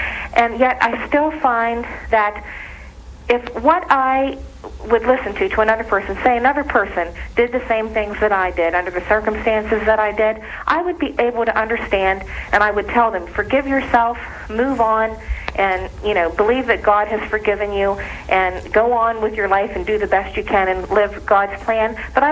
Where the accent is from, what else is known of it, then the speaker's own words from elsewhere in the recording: West Virginia, United States; I'm from West Virginia.